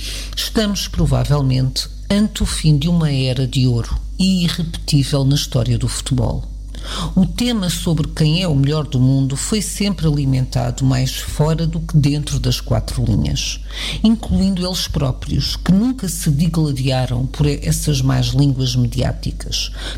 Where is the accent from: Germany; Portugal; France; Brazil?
Portugal; Eu que sou portuguesa, mas tenho na Argentina uma paixão antiga